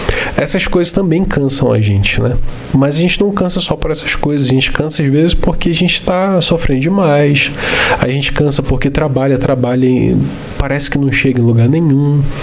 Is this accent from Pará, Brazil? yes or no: yes; Belém, Pará, Brazil; lá na minha casa, quando eu era garoto, lá em Belém ainda, do Pará, dia de domingo era um dia que comumente a gente tomava açaí, né?